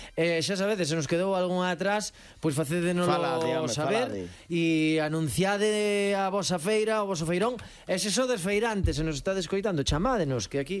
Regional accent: A Coruña, Galicia, Spain; Vamos a ver, claro, eu que son da Coruña... Ali o que se levaba era a rosquilla

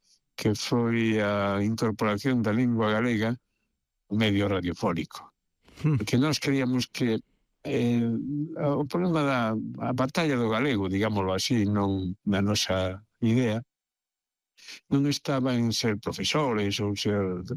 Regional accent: Pontevedra, Galicia, Spain; inda que son pontevedrés, non era pontevedrés de vivir no centro da vila, non? Entón, claro, a nós, como eu digo sempre, respecto do galego, educáronos en castelán.

